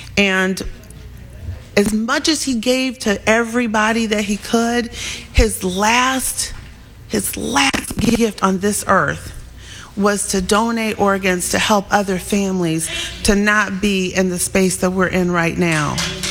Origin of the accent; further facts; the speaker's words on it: Georgia, United States; now in Chicago, United States; I might say I'm from Georgia, because I am, and I love being from Georgia